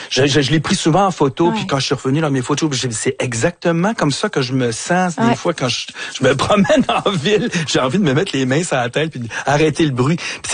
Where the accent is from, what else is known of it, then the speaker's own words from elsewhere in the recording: Montreal, Quebec, Canada; Je suis un vrai Montréalais né ici. J'ai jamais traversé les ponts, mais presque, tu sais. J'ai toujours sur l'île.